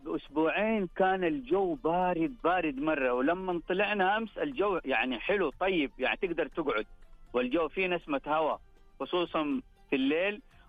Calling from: Jeddah, Makkah Province, Saudi Arabia; أنا أطلع في جدة هنا.

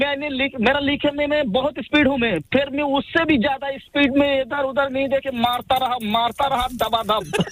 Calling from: Bangladesh; मैं बांग्लादेश से हूँ एक्चुअली

